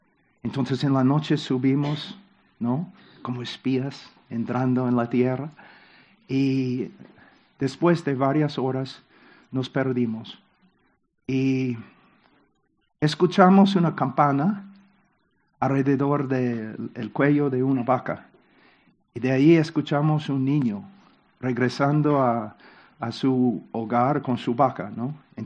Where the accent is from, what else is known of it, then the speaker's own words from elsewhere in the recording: United States; en mi país, los hombres que se rebelaron contra Inglaterra en 1776